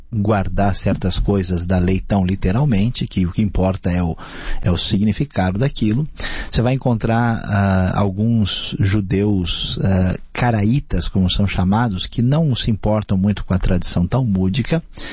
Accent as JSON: {"language": "Portuguese", "country": "Brazil", "said": "nós brasileiros"}